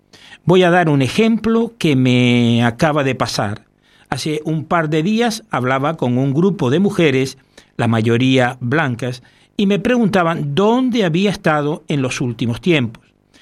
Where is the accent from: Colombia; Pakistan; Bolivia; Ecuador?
Pakistan; como en las que crecí en Pakistán